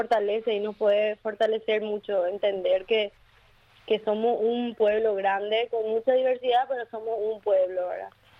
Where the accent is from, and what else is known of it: Paraguay